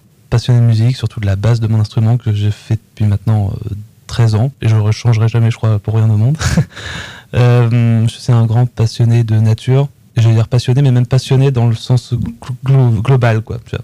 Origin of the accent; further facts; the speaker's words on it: Normandy, France; j'ai grandi à la campagne, je viens de Normandie et je suis né dans un petit village de 200 habitants. Et donc, qui plus est que je viens d'une famille où il y a eu beaucoup de paysans dedans